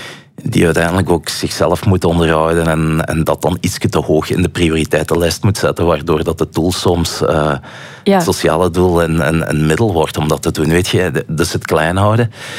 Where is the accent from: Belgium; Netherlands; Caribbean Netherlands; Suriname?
Belgium; Flanders; Ik zeg, soy de Belgica. En hij zegt, ah, een Belg. En toen zegt Francofen of Flamenco, Vlaming of Waal. En ik zeg, ja, soy Flamenco.